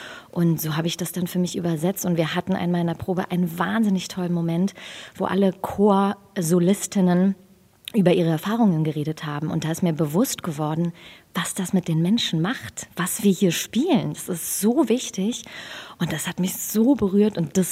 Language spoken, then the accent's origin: German; Berlin, Germany; accent: Berlin; Ja, ich bin in Hellersdorf aufgewachsen. Meine Vaters Seite, die sind alle Berliner.